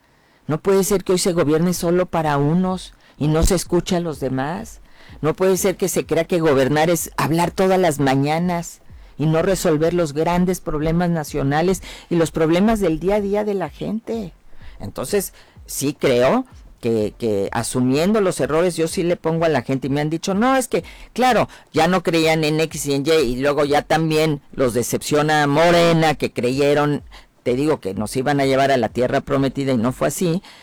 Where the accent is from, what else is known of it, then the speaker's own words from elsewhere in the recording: Mexico; nos han dividido como mexicanos